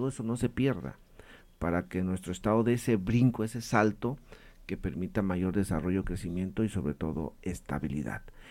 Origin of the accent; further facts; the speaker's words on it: Michoacán, Mexico; born there; Yo nací aquí en Michoacán, soy el más chico de los 8. Y desde muy temprana edad me tocó irme a estudiar a Morelia, a la prepa, en el 93.